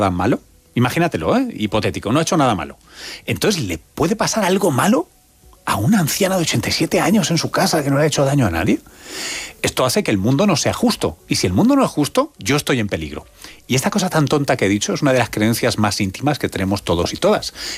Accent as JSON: {"language": "Spanish", "town": "Tomelloso", "region": "Castilla-La Mancha", "country": "Spain", "said": "El de mi padre, mi familia. … de Tomelloso."}